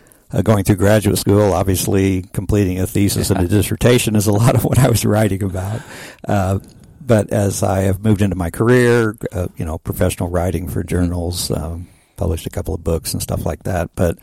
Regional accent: Oklahoma City, Oklahoma, United States; moved away as an adult; also born or lived in Nebraska / Kansas; now in Temple, Texas, United States; No, I grew up in Oklahoma City, actually.

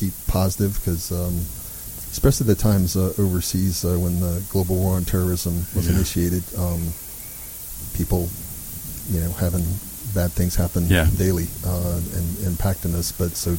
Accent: Texas, United States; I'm from Texas

